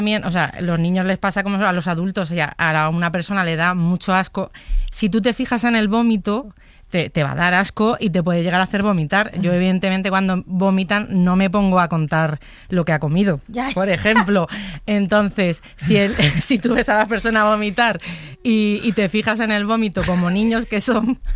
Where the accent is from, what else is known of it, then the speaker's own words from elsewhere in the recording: Madrid, Community of Madrid, Spain; Y porque soy de Madrid.